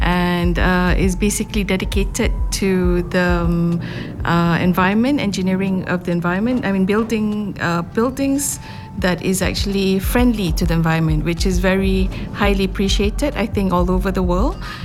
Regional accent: Malaysia; moved away as an adult; now in Novo Mesto, Slovenia; I'm from Malaysia. And we've been in Slovenia for the last 7 months. We are from Dolianska region, Novo Mesto in particular

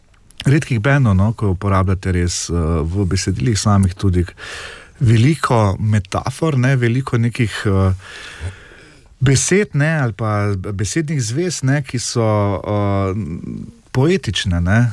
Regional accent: Styria, Slovenia; kot rečemo Štajerci, tu ni zajmancije, ne

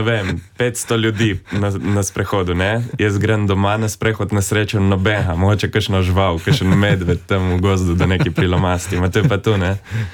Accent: Primorska, Slovenia; smo Primorci zelo ponosni

